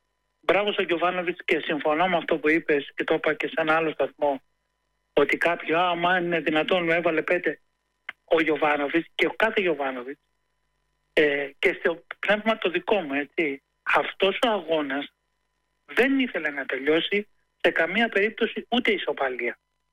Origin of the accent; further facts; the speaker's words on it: Egaleo, Attica, Greece; now in Mandra, Greece; Τιμώ την καταγωγή μου τυχείο. Μεγάλωσα στο Εγάλαιο και μένω στη Μάνδρα, έτσι.